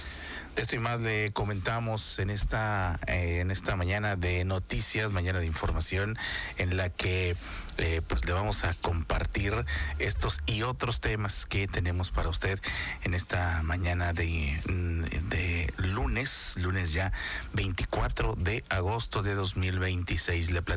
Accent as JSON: {"language": "Spanish", "country": "Mexico"}